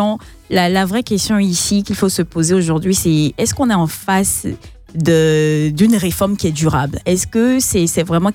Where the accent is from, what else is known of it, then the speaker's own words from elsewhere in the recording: Côte d’Ivoire; On est ivoirien